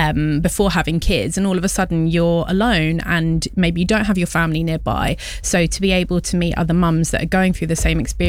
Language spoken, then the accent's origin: English; South East England, United Kingdom; now in Croydon, United Kingdom; I grew up in Tandridge, so yeah, just outside of Croydon.